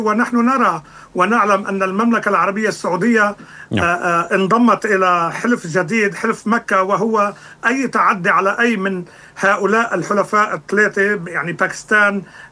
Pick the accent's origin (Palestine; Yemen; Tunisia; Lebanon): Lebanon; مثل حزب الله عندنا في لبنان